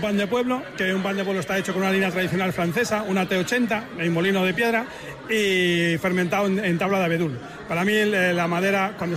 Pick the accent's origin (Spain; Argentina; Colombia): Spain; Asturias; yo soy asturiano, mi madre hacía pan en casa.